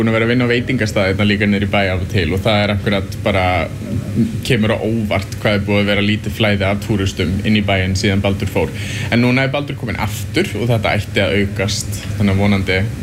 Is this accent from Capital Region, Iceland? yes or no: yes; Reykjavík, Capital Region, Iceland